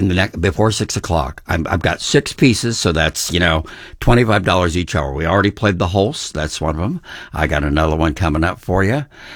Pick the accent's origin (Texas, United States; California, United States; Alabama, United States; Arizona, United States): California, United States; You know, I grew up in California, but I was a big band geek.